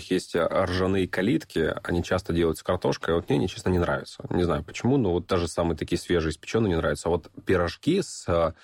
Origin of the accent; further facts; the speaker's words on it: Horlivka, Donetsk Oblast, Ukraine; now in Saint Petersburg, Russia; Да, я причем, когда приехал там, да, из Горловки, приехал жить в Питер, для меня она оказалась очень крутой.